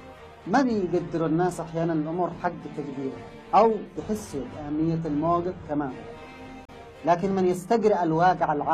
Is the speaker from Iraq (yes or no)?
no; Yemen; عندنا في اليمن